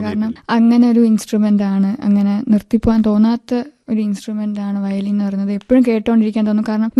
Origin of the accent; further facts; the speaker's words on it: Thiruvananthapuram, Kerala, India; ഞാൻ ശ്രീകണ്ഠേശ്വരം ട്രിവാൻഡ്രത്തുനിന്ന് വരുന്നു.